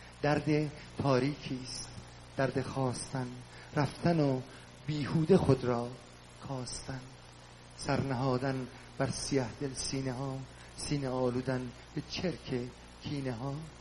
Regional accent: Iran; moved away

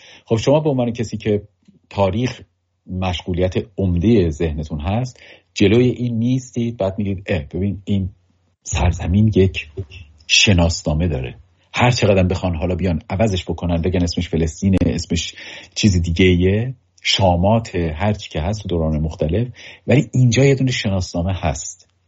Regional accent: Iran; به عنوان یک ایرانی

